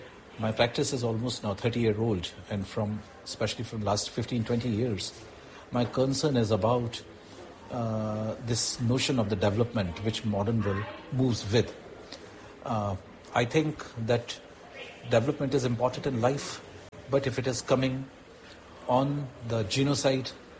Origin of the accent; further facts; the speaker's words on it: Delhi, India; I'm an artist from India. I live in Delhi